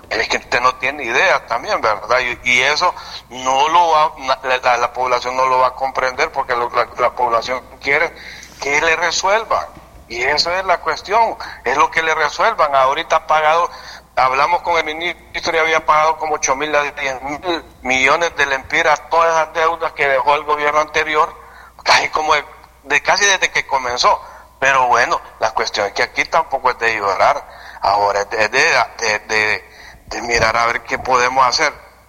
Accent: Siguatepeque, Comayagua, Honduras; yo soy de Siguatepeque

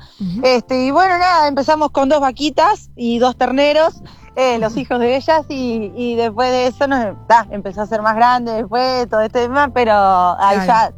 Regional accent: Ciudad del Carmen, Durazno, Uruguay; moved away as an adult; now in Florida, Uruguay; mi crianza toda la vida fue en Ciudad del Carmen, como mencioné, yo soy de allá, hace 2 años y algo estoy justamente acá en el departamento de Florida trabajando, pero toda la vida fue del pueblo que viví.

